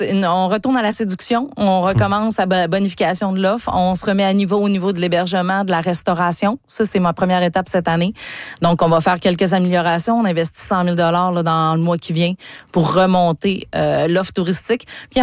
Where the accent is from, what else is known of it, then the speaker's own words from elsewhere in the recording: Montreal, Quebec, Canada; moi, je suis originaire de Montréal